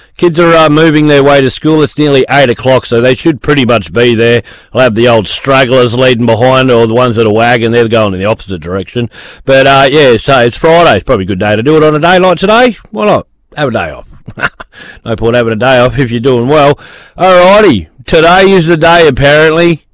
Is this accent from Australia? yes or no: yes; Collie, Western Australia, Australia; because I grew up in Collie, right down south from here, a long way down past Bunbury there, and we only had ABC and GWN growing up.